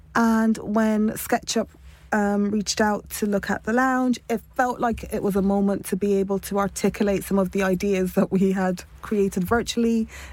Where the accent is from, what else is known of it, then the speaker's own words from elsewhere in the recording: Nigeria; I was also very conscious that I am Nigerian. I'm West African and Nigerians tend to, you know, take, they're always at the four when it comes to conversations around the continent.